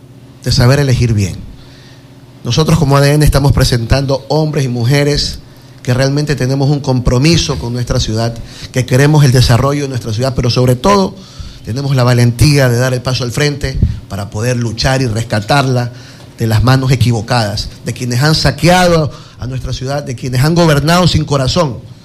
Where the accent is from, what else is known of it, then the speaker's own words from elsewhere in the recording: Quevedo, Los Ríos, Ecuador; Somos la ciudad de Quevedo, carajo.